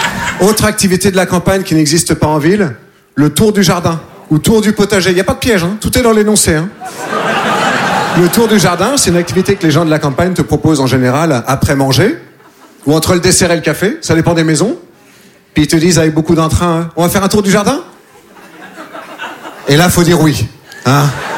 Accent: Nouvelle-Aquitaine, France

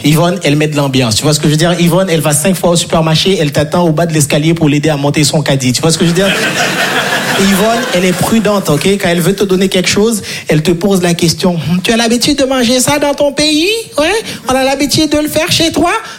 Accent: Haiti; Moi, je viens de Haïti.

